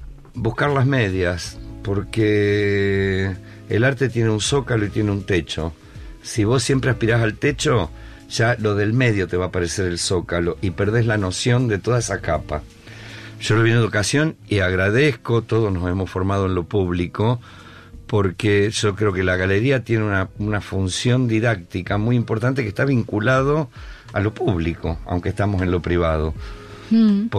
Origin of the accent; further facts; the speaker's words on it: Rosario, Santa Fe, Argentina; Nosotros decimos somos rosarinos.